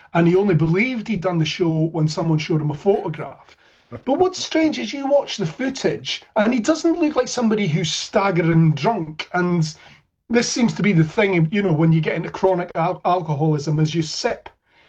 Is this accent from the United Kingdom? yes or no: yes; Scotland, United Kingdom; I'm Scottish, right? And you know, so I'm very northern